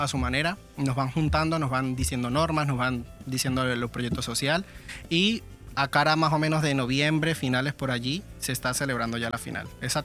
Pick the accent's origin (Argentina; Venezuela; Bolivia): Venezuela; now in Villajoyosa, Spain; soy venezolano, me encanta mi país